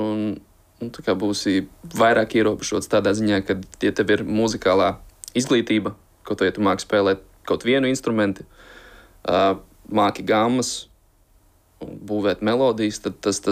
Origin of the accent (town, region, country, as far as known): Ventspils, Ventspils Municipality, Latvia; born or raised there